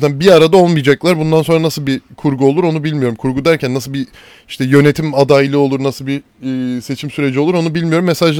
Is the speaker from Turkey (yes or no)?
yes; Çorum, Turkey; now in Istanbul, Turkey; Aynı zamanda memleketim Çorumspor'da canı gönülden kutluyorum. Mutluyuz, onurluyuz, gururluyuz çünkü Çorumluyuz.